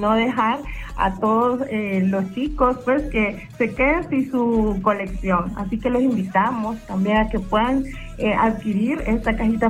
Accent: El Salvador; Y queremos como salvadoreños

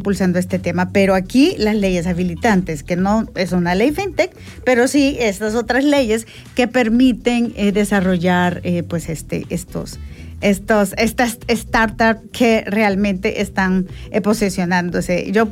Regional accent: El Salvador

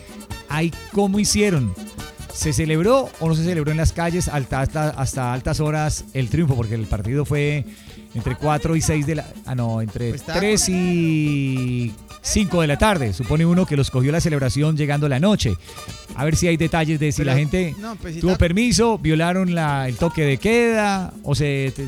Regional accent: Colombia

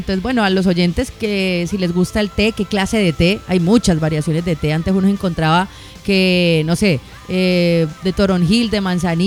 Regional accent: Colombia

